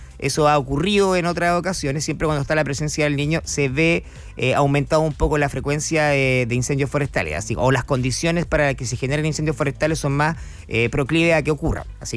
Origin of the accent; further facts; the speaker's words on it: Chile; el norte de nuestro país.